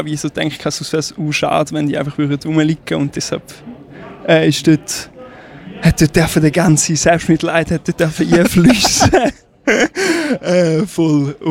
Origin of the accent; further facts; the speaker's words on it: Thurgau, Switzerland; now in Schaffhausen, Switzerland; Also ich komme, jetzt bin ich gerade wohnhaft in Schaffhausen. Ja. Aber aufgewachsen bin ich im Thurgau.